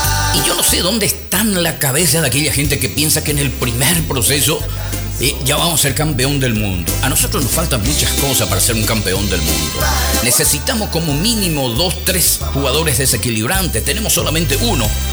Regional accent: Paraguay; now in Alto Paraná, Paraguay; Porque acá vivo, acá resido, soy habitante acá del Alto Paraná. Y en lo personal, como buen paraguayo

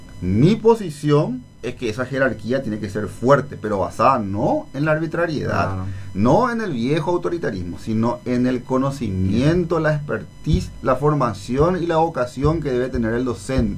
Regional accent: Paraguay; Nosotros también somos paraguayos.

